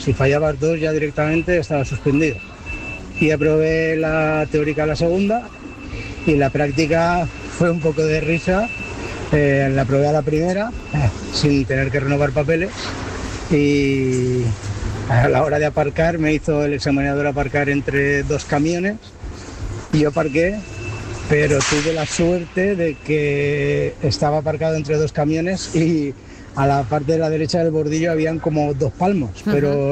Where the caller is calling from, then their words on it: Moncofa, Valencian Community, Spain; de Moncofa.